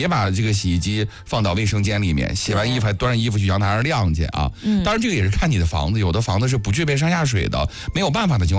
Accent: China

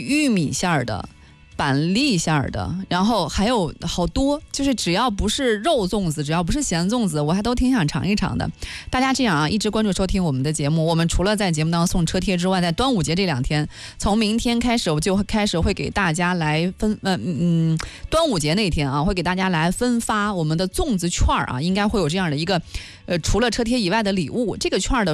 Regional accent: northern China, China; 这个作为北方人来讲，我觉得这可能是刻在我基因里头东西了。

